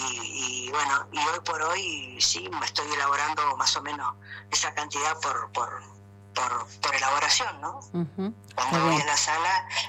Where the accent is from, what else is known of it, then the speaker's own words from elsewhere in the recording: Zapala, Neuquén, Argentina; soy la única de acá, soy la única de Zapala